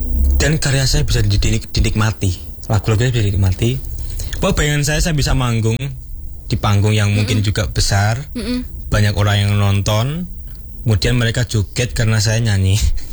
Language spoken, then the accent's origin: Indonesian; Java, Indonesia; saya Jawa enggak ada marganya.